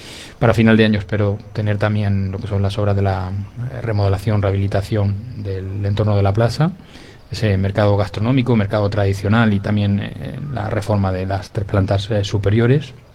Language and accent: Spanish; Torrevieja, Valencian Community, Spain; nos han hecho un regalo a todos los torrevejenses